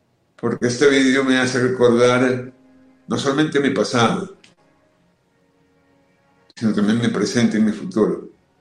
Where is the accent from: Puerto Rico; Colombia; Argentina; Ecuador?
Colombia; Bueno, yo soy colombiano, pero tengo un corazón mexicano, luego también México es mi segundo terruño.